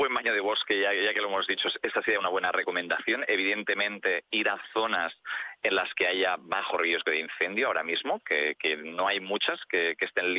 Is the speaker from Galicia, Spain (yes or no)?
no; Figueres, Catalonia, Spain; en mi tierra, que yo soy del Alt Empordà, de Figueras